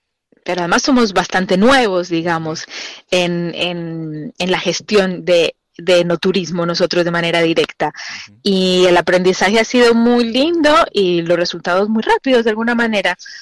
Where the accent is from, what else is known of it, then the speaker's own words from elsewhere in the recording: Mendoza, Argentina; que también nos da esa identidad como mendocinos y viene como Argentina, ¿no?